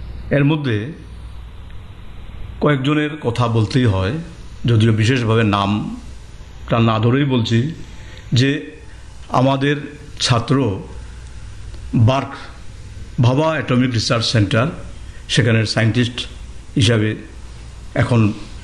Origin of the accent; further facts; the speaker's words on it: Kailashahar, Tripura, India; চণ্ডীপুর গ্রাম, যেটা আমরা বলি মনো নদীর পশ্চিম পার, সেখানে চণ্ডীপুর গ্রামে আমার শৈশব কেটেছে। শৈশব কি, আমার কৈশোর যৌবন সবই কেটেছে চণ্ডীপুর গ্রামে, কৈলাসের অন্তর্গত চণ্ডীপুর গ্রামে।